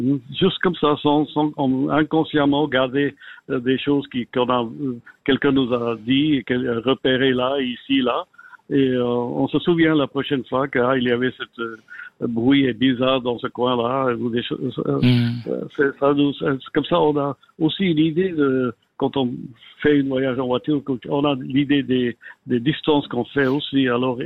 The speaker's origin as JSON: {"language": "French", "region": "Geneva", "country": "Switzerland", "tie": "born or raised there", "said": "moi, j'ai grandi à Genève, je connais la ville comme n'importe quoi."}